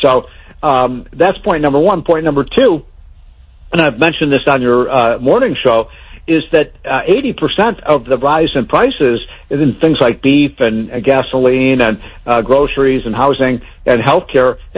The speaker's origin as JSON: {"language": "English", "region": "Illinois", "country": "United States", "tie": "born or raised there", "said": "California, New York, New Jersey, Illinois, my home state, mm-hmm."}